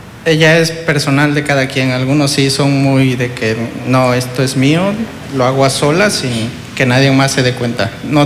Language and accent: Spanish; Tabasco, Mexico; Soy de Tabasco.